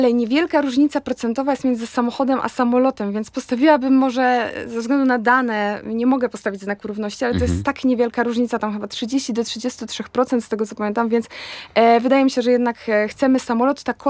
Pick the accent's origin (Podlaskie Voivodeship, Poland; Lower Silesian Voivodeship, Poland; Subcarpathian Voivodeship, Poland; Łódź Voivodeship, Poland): Łódź Voivodeship, Poland; Łódź; a my jesteśmy z Łodzi, więc jeszcze czeka nas ta podróż